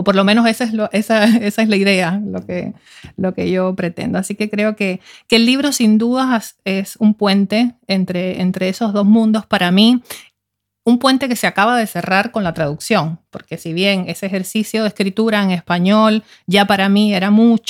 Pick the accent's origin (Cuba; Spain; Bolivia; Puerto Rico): Cuba; now in Norway; mi pasado en Cuba, volver a mirar a Cuba con otros ojos después de años viviendo en Noruega, y al mismo tiempo ha sido un libro que me ha hecho darme cuenta de que soy más cubana de lo que yo creía, pero que al mismo tiempo ya no lo soy tanto